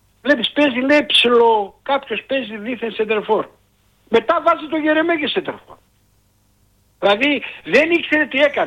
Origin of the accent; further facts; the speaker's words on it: Kapnochori, Western Macedonia, Greece; Εγώ είμαι από το Καπνοχώρι. Είμαι πρόεδρος Καπνοχωρίου.